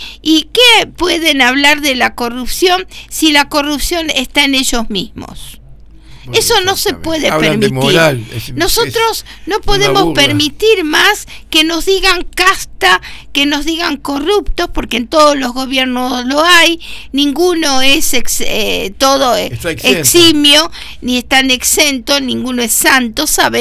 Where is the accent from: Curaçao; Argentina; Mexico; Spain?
Argentina; Ay, yo también soy de Marabó.